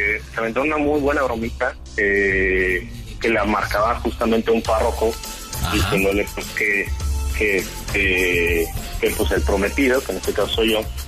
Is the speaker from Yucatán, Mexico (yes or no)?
no; Mexico City, Mexico; now in Monterrey, Mexico; Sí, ella es regia, ¿no? Yo soy de la Ciudad de México.